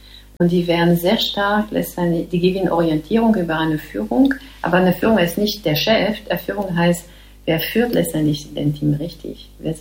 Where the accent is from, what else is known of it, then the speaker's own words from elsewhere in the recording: France; German is a second language; now in Germany; ich bin eine Frau, ich bin Französin.